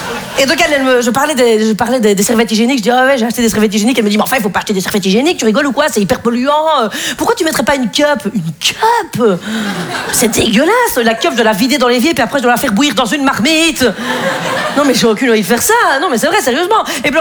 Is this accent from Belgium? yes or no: yes; Belgium; mais c'est facile parce que je suis belge, vous voyez?